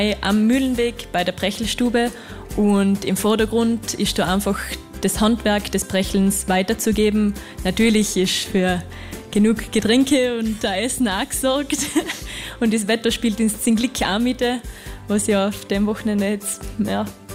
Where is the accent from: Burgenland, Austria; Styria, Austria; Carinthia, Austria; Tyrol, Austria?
Carinthia, Austria; Maria Luggau; ich bin da aufgewachsen